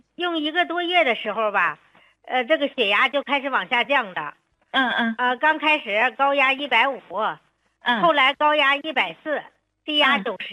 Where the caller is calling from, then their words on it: Nanjing, Jiangsu, China; 我是南京的患者。